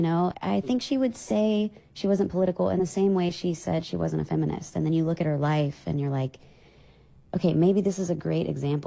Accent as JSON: {"language": "English", "town": "Meridian", "region": "Mississippi", "country": "United States", "tie": "born or raised there"}